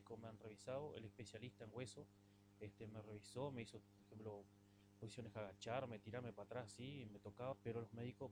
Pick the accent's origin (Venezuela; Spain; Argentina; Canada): Canada